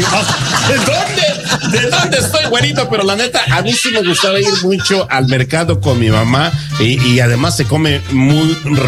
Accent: Mexico; moved away; se extraña nuestro México lindo y querido.

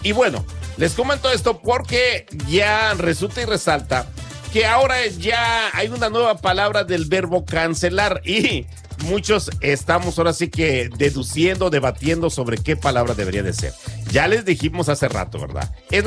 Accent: Mexico; pero con nosotros como mexicanos, pues muchas veces, pues, inventamos palabras cuando a veces no entendemos el idioma.

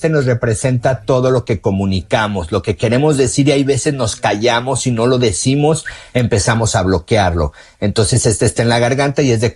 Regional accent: Mexico; moved away; las personas que venimos de México

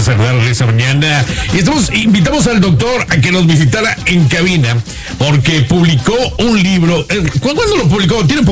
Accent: Reynosa, Tamaulipas, Mexico; Digo, uno de que es de Reynosa, Tamaulipas. Reynosa está bien feo.

